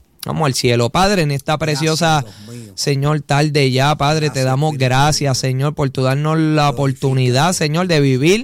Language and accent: Spanish; Puerto Rico; Nosotros que somos puertorriqueños, ¿verdad? Nuestra identidad es ser puertorriqueño, aunque nacemos con una ciudadanía americana. Pero tenemos una identidad de nacionalidad.